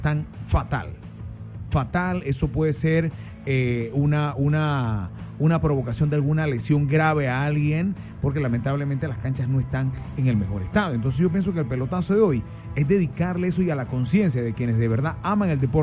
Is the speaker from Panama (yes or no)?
yes; Panama